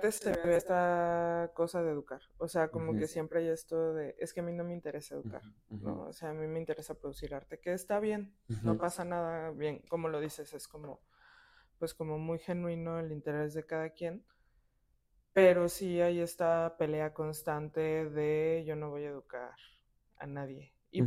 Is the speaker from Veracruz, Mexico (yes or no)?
no; Tijuana, Baja California, Mexico; yo conozco Tijuana, porque pues yo soy de Tijuana